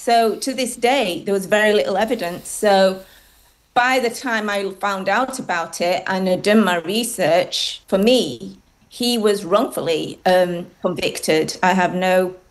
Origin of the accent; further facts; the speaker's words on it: Barnsley, Yorkshire and the Humber, United Kingdom; I was in my early 20s and I was pretty desperate growing up in Barnsley.